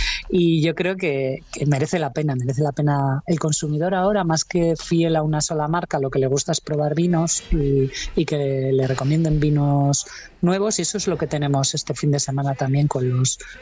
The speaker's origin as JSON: {"language": "Spanish", "town": "Bilbao", "region": "Basque Country", "country": "Spain", "said": "Yo para empezar voy a confesar que soy de Bilbao"}